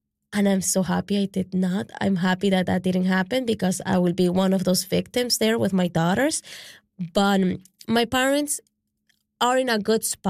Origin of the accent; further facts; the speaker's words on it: Venezuela; now in Newfoundland, Canada; Like, I'm here in Newfoundland, but I'm from Venezuela, and those are my people